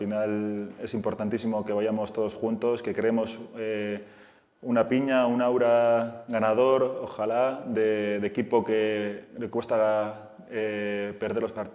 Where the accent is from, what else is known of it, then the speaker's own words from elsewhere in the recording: Bilbao, Basque Country, Spain; yo soy de Bilbao y mi portero referente en aquel momento cuando yo jugaba